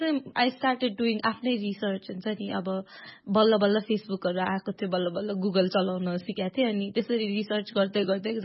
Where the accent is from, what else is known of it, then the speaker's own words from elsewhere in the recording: Koshi Province, Nepal; काठमाडौँमा एकदम सेल्टर्ड भएर हुर्केको होइन अनि जब म 14 वर्षको थिएँ त्यति बेला चाहिँ आई वेन्ट मेरो गाउँ पूर्व मोरङमा गएँ म बाबासँग